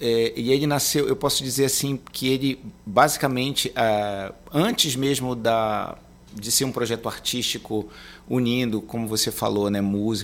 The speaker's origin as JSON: {"language": "Portuguese", "town": "Belém", "region": "Pará", "country": "Brazil", "tie": "born or raised there", "said": "no bairro do Guamá, onde eu nasci e cresci, né, o meu bairro, e eu voltei até a morar lá agora recentemente, com a minha companheira"}